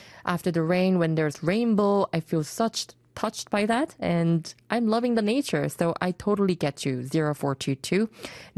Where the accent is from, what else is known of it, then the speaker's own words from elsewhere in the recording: New Zealand; moved away; I grew up in a country that's filled with good nature. I grew up in New Zealand